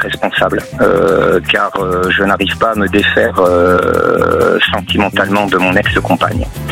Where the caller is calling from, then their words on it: Pau, Nouvelle-Aquitaine, France; je vous appelle de Pau.